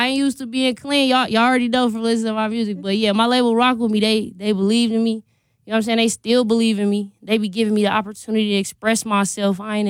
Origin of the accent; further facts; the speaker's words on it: Milwaukee, Wisconsin, United States; I'm from Milwaukee, Wisconsin, obviously. And I'm born on the east side.